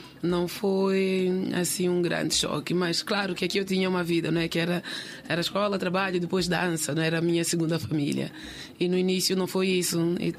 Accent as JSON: {"language": "Portuguese", "country": "Mozambique", "said": "Eu digo, eu sou moçambicana e digo, no geral, nós os africanos já temos um PhD da vida."}